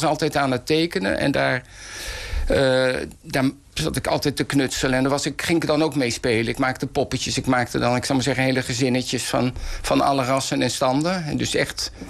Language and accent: Dutch; Amersfoort, Utrecht, Netherlands; born there; Ik ben geboren in Amersfoort.